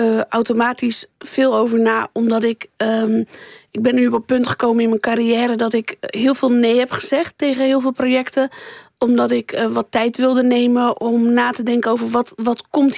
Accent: Rotterdam, South Holland, Netherlands; Ik kom zelf uit een grootstedelijk gebied. Ik kom uit Rotterdam.

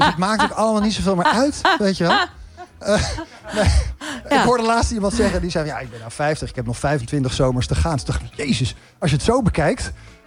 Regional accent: Haarlem, North Holland, Netherlands; Haarlem is toevallig mijn thuisstad.

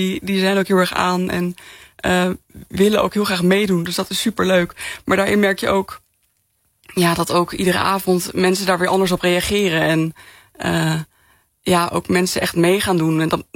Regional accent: Arnhem, Gelderland, Netherlands; Ik kom zelf uit Arnhem. Ik heb wel familie ook in Twente

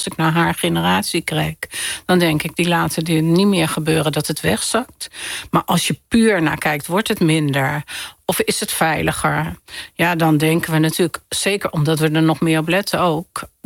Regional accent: Amsterdam, North Holland, Netherlands; Ja, ik ben in Amsterdam opgegroeid. Heel veel uitgegaan. We zijn opgegroeid in Amsterdam-West.

